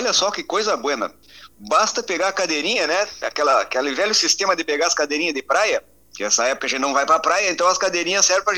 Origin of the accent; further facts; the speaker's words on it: Bagé, Rio Grande do Sul, Brazil; moved away; eu tenho um carinho muito grande por Bagé, é a minha terra natal, eu sempre ando por aí dizendo que sou bagiense.